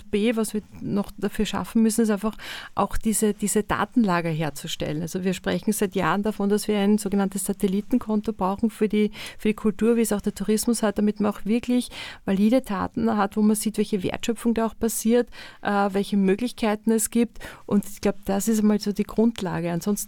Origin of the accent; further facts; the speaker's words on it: Tyrol, Austria; auch da, wo ich herkomme, ursprünglich eben auch die Swarovski-Kristallwelten haben auch einen künstlerischen Aspekt